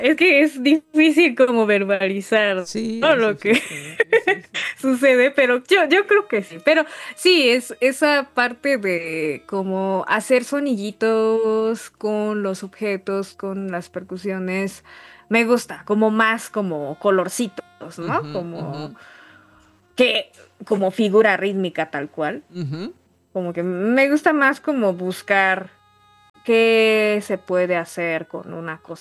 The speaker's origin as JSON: {"language": "Spanish", "country": "Japan", "moved": "yes"}